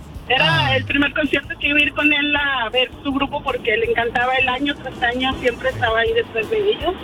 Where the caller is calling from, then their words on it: Zacatecas, Mexico; Yo soy de Zacatecas igual